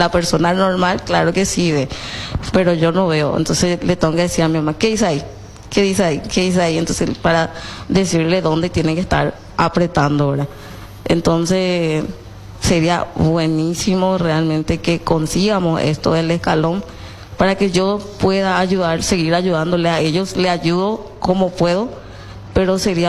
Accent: Hernandarias, Alto Paraná, Paraguay; Muy buenos días … vengo de la ciudad de Hernandarias, Alto Paraná.

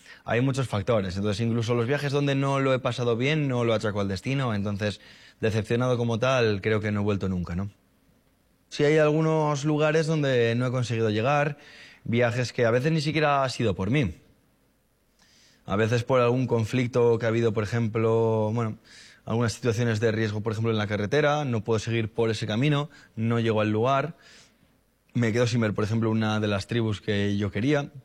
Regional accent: Castro Urdiales, Cantabria, Spain; otro joven de mi misma edad y allí en Casturdiales, en Cantabria, donde yo me he criado

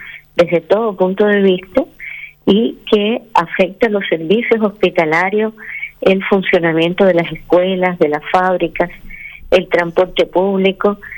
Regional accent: Cuba

